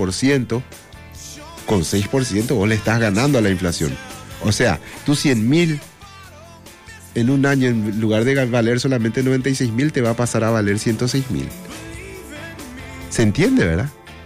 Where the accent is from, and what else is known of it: Paraguay